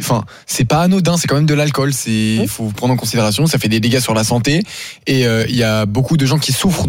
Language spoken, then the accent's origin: French; France; accent: French accent; j'ai le French accent